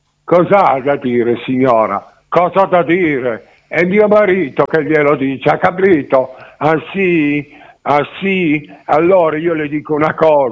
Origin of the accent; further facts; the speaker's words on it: Alassio, Liguria, Italy; sono di Alassio